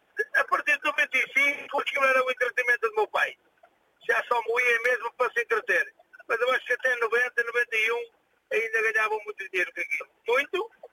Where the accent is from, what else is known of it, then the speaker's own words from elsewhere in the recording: Lousada, Porto, Portugal; eu, na minha zona, onde eu sou natural do Conselho de Lousada, ali de uma freguesia do Lousada e Santo Lara de Barrosas, somos conhecidos pelo meu pai